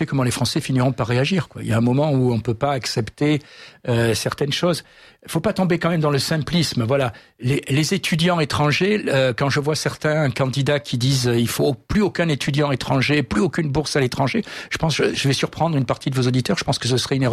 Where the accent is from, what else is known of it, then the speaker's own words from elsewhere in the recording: Provence-Alpes-Côte d'Azur, France; je suis originaire de PACA